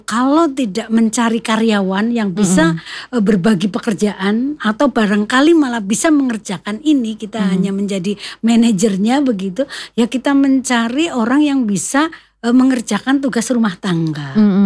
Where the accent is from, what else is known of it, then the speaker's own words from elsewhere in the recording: Java, Indonesia; now in Banyumas, Indonesia; kita kan orang Jawa ya